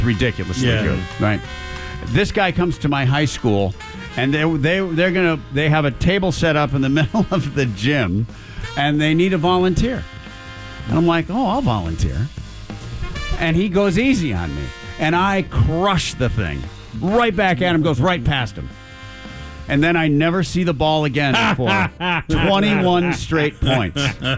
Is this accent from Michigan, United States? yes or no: yes; Michigan, United States; now in Virginia Beach area, United States; I grew up in Michigan where it's miserable weather probably half the year.